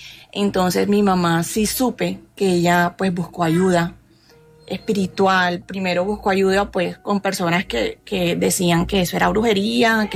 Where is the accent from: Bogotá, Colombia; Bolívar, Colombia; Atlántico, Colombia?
Atlántico, Colombia; Barranquilla; yo desde pequeña, yo soy de Barranquilla.